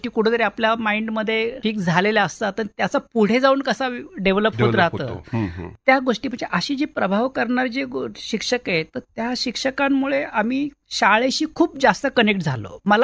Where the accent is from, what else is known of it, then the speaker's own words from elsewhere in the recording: Rajewadi, Maharashtra, India; born there; माझा जन्म हा भीमाशंकर जे एक तीर्थक्षेत्र आहे, 12 ज्योतिर्लिंगापैकी एक असलेलं हिमालयाच्या सह्याद्रीच्या रांगेमध्ये असलेलं भीमाशंकर, त्या भीमाशंकर पासून 20 किलोमीटर अलीकडे असणार एक राजेवाडी असं छोटस गाव आहे.